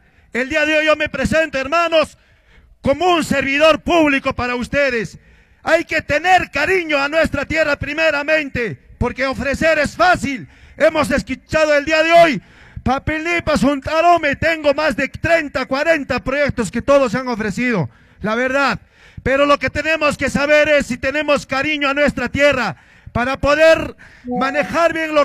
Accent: Chumbivilcas, Cusco, Peru; soy representante de mi tierra Chumivilcas

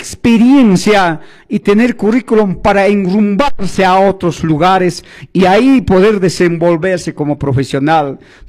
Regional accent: Velille, Cusco, Peru; now in Santo Tomás, Peru; somos de Belille, radicamos más de 25 años aquí en Santo Tomás.

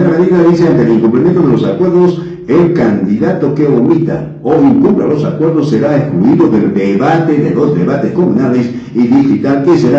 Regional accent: Canchis Province, Cusco, Peru; now in Chumbivilcas, Peru; el Vinicunca es de mi tierra linda, de mi provincia linda, provincia de Canchis

